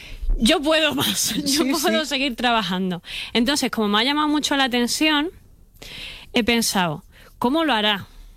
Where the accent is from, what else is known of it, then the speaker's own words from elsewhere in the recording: Málaga, Andalusia, Spain; Soy de Málaga.